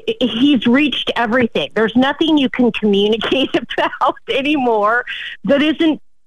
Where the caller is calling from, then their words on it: Martinez, California, United States; I'm from the Bay Area, your old stomping grounds.